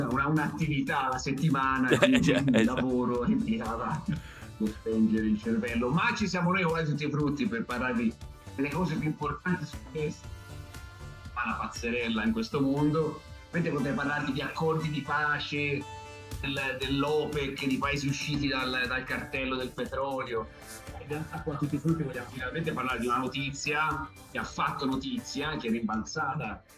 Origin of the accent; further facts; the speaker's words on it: Tuscany, Italy; cioè noi veniamo da Toscana, quindi sappiamo di cosa parliamo.